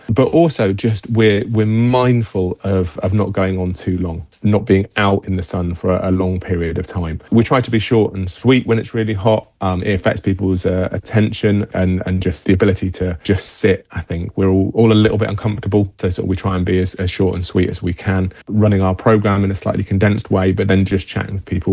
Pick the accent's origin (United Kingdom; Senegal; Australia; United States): United Kingdom; obviously because we're British, there will still be people down on the beach when it's throwing it down with rain